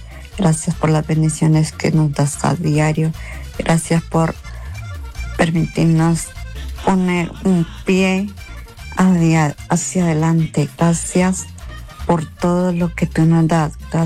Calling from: Manzanares, Caldas, Colombia; los escucho desde Manzanares

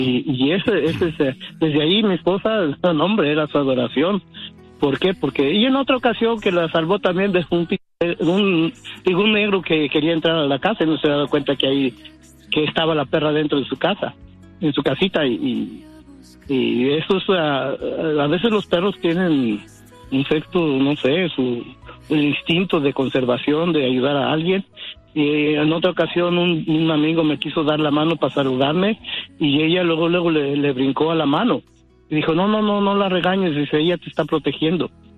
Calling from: Stockton, California, United States; De Stockton.

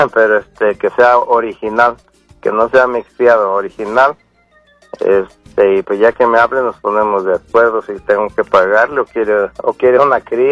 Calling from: Graham, Washington, United States; Yo vivo en Graham.

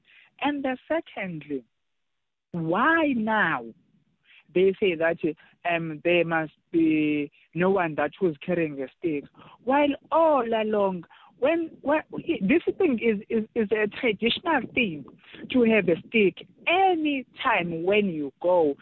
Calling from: South Africa; we are in this situation right now as a South African.

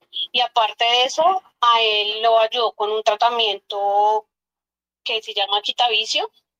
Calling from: Bogotá, Colombia; Lo estoy llamando de la ciudad de Bogotá, del barrio Quiroga.

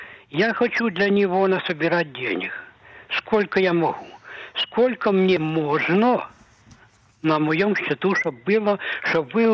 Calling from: Dimona, Southern District, Israel; из Димоны.

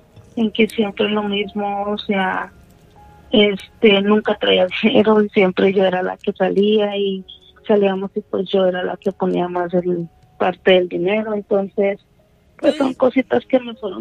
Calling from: Ciudad Juárez, Chihuahua, Mexico; De Ciudad Juárez, Chihuahua.

